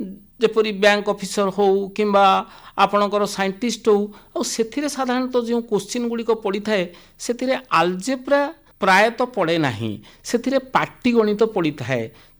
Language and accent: Odia; Odisha, India; now in Rayagada, India; ପ୍ରକୃତ ଘର କଟକ ଜିଲ୍ଲା।